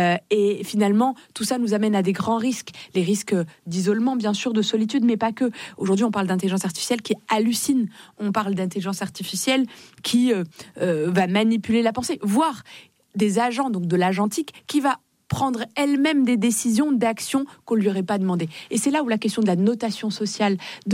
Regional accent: Morocco; born or raised there; now in France

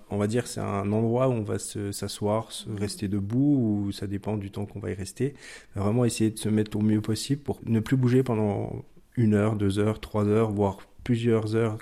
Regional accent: Mouthe, Bourgogne-Franche-Comté, France; le Haut-Doubs je le connais depuis tout petit puisque j'ai grandi à Moutes, donc à quelques kilomètres d'où j'habite actuellement.

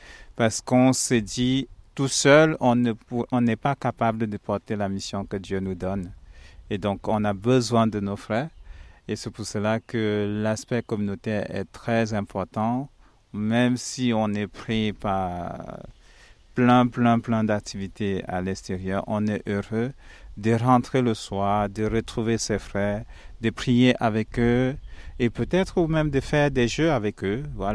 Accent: Cameroon; now in France; Oui, je suis né au Cameroun, j'ai grandi au Cameroun.

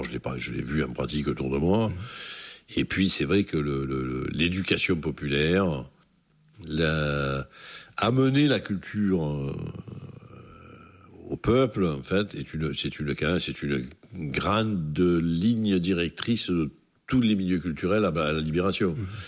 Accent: Marseille, Provence-Alpes-Côte d'Azur, France; born there; C'est-à-dire de l'endroit où je suis né, de l'Estaque, en fait, de ce point de vue-là.

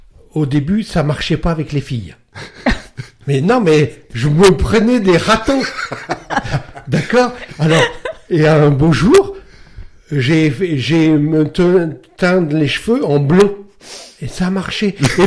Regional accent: Hérouville-Saint-Clair, Normandy, France; Alors, moi, j'étais punk d'Hérouville-Saint-Clair, moi.

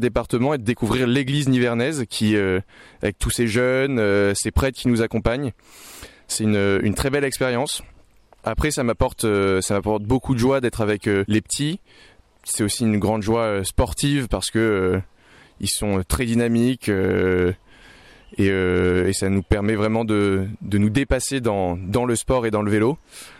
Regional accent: Brittany, France; moved away as an adult; now in Paris, France; Moi, je fais mes études à Paris, je viens du diocèse de Vannes, en Bretagne.

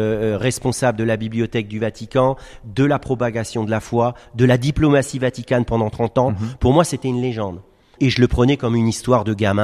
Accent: Sarrebourg, Grand Est, France; J'ai grandi à Sarrebourg ici et je suis lorrain. … d'ailleurs est un nom lorrain.

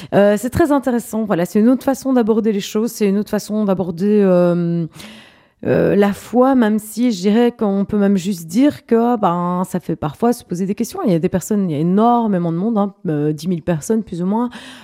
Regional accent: Belgium; quand on est belge, on n'est pas dans une culture non plus musicale, de vente musicale

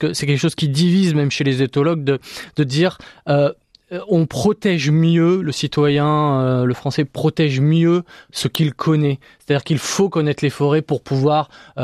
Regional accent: Nouvelle-Aquitaine, France; Chez nous, en Nouvelle-Aquitaine, on est une région où il y a, je crois, 44 forêts.

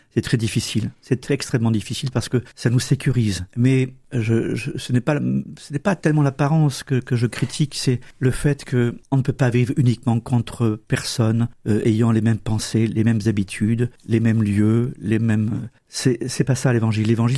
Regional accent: Limoges, Nouvelle-Aquitaine, France; Quand j'étais jeune à Limoges, on faisait partie de la conférence Saint-Vincent de Paul, on a passé de très très grands moments d'amitié au service des personnes âgées.

